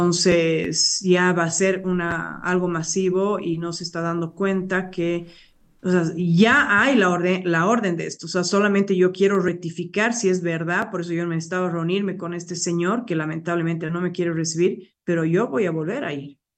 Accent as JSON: {"language": "Spanish", "region": "La Paz", "country": "Bolivia", "said": "nosotros, como no solamente como paseños, hablo como ciudadana y como boliviana de bien"}